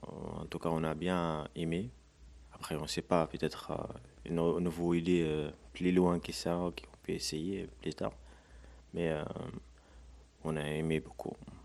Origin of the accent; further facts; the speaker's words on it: Tamanrasset, Tamanrasset Province, Algeria; On a grandi dans la même ville, on a appris la même école, on a toujours s'amé depuis l'âge de 13 ou 12.